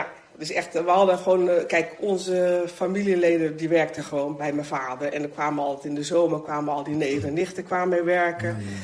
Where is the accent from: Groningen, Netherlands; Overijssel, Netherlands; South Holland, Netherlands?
South Holland, Netherlands; Sassenheim; also born or lived in Utrecht; now in Lisse, Netherlands; ja. Ik ben een echte bolle vrouw. Want ik kom uit Sassenheim en mijn vader had een bloembollenkwekerij.